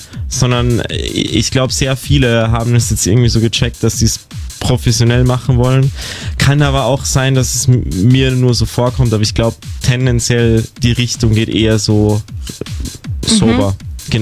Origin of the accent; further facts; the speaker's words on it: Tyrol, Austria; now in Berlin, Germany; und ich komme ja aus Tirol, Österreich, da ist der Winter...